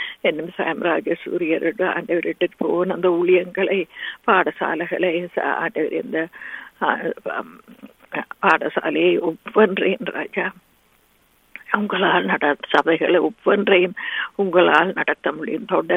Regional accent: Sri Lanka; moved away; நாங்கள் பிறந்து வளர்ந்த இலங்கை தீவுக்காக உங்களிடையில் வருகிறோம்.

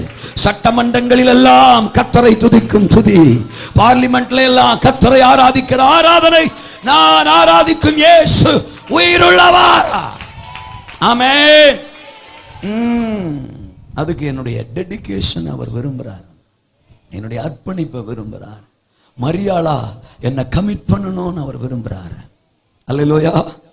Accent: Mayiladuthurai, Tamil Nadu, India; நான் மாயவரத்துக்காரன்

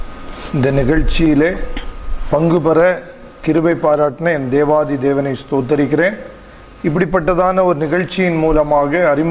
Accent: Mangarai, Kanniyakumari district, Tamil Nadu, India; born there; moved away; also born or lived in Chennai; மாங்கரை கருங்கல் பகுதியில், கருங்கல்லேருந்து ஒரு 4 கிலோமீட்டரில் இருக்கிற மாங்கரை என்பது என்னுடைய சொந்த ஊர், என் அப்பாவுடைய ஊர். என்னுடைய அம்மாவுடைய சொந்த இடம் கண்ணன்னூர், வேர்க்கிளம்பி பக்கத்தில் இருக்கிறது.

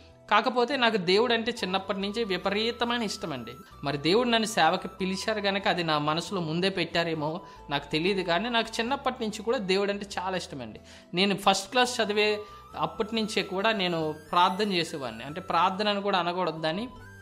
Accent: Hyderabad, Telangana, India; నేను యూకేజీ నుంచి 7th class వరకు నేను హైదరాబాద్లోనే చదువుకున్నానండి. దానివల్ల ఏమైందంటే నాకు తెలుగు సరిగ్గా రాదు.

